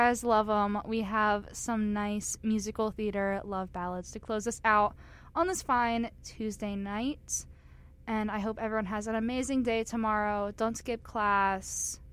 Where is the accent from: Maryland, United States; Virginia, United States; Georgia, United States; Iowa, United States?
Maryland, United States; Baltimore; I'm from Baltimore, Maryland